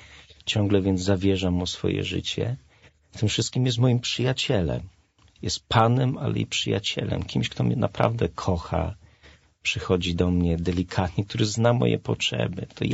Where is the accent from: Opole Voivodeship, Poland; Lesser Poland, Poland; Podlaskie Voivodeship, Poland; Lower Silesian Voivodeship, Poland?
Lesser Poland, Poland; Ja jestem góralem, więc ja potrzebuję młotka czasami